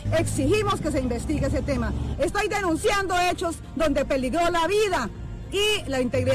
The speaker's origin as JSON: {"language": "Spanish", "town": "Charalá", "region": "Santander", "country": "Colombia", "said": "mi pueblo que se llama Charalá"}